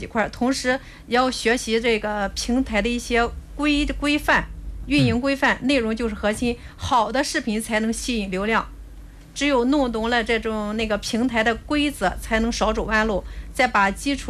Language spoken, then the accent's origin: Chinese; Pingyin, Shandong, China; 用心做好我们平阴的本土美食故事